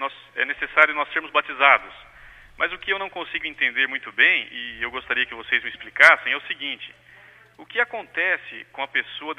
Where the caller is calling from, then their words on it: Curitiba, Paraná, Brazil; estou falando aqui de Curitiba